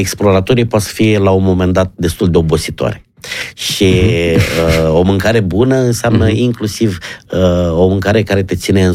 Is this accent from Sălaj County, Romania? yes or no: yes; Sălaj County, Romania; pentru că sunt din Sălaj, doar într-un singur județ.